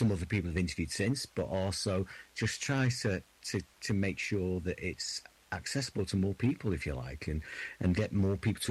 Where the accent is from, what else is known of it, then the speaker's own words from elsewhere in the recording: Hyde, North West England, United Kingdom; So I when I grew up, I lived on Hattersley. I spent the first sort of 18 years of my life living in Hattersley.